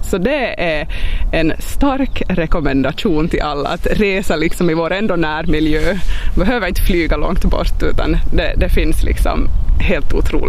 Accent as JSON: {"language": "Swedish", "town": "Esse", "region": "Ostrobothnia", "country": "Finland", "tie": "born or raised there", "also_born_or_lived": "Turku / Kristinestad / Vaasa", "moved": "as an adult", "said": "när jag växte upp i Esse och liksom blev vuxen och skulle iväg"}